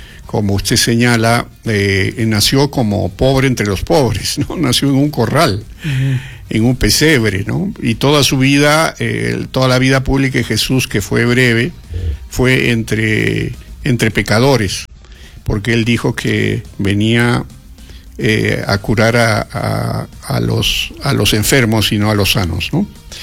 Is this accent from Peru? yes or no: yes; Cerro Colorado, Arequipa, Peru; moved away as an adult; also born or lived in Ilo; now in Lima, Peru; yo soy un arequipeño de Cerro Colorado. Mi parroquia fue en tiempos universitarios la parroquia de Nuestra Señora de los Dolores. Yo estudié con las monjitas de Merinol en Cerro Colorado.